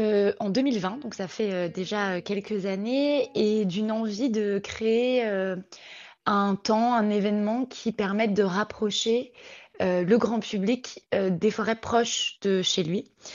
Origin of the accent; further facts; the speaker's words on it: Bourgogne-Franche-Comté, France; Bah alors moi j'ai grandi en Franche-Comté, donc dans une région très forestière.